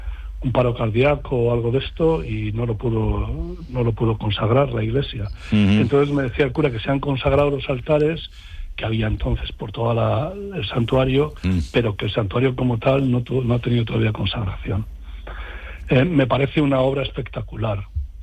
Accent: Castile, Spain; born there; moved away

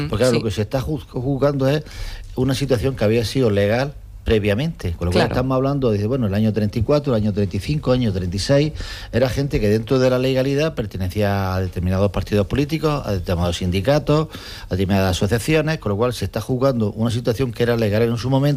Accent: Almería, Andalusia, Spain; los que somos de Almería de pura cepa

